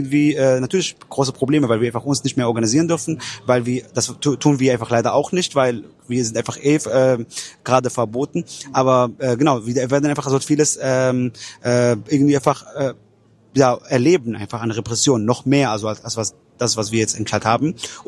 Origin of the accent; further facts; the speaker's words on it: Palestine; weil die Palästinenser, beziehungsweise ich auch als Palästinenser, haben das Recht eigentlich auf Rückkehr nach Palästina.